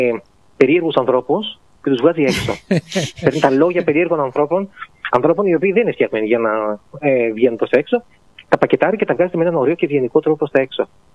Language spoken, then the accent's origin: Greek; Athens, Attica, Greece; moved away as an adult; also born or lived in Leeds / Sheffield / London; now in Mytilene, Greece; είμαι νησιώτης πλέον, ενώ γεννήθηκα και μεγάλωσα στην Αθήνα. Σπούδασα σε Αθήνα, Μυτιλίνη, Λίτς, Σέφιλ, Λονδίνος.